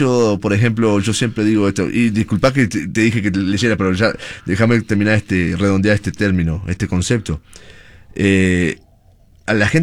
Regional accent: Uruguay; moved away; El hecho que me pregunten a mí si soy uruguayo

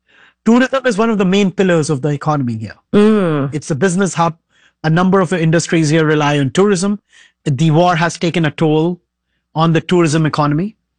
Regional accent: India; now in Dubai, United Arab Emirates; I come from India

